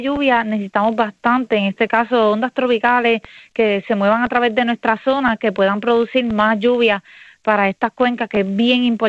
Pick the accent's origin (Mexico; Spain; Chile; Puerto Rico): Puerto Rico; Peñuelas; mi pueblo Peñuelas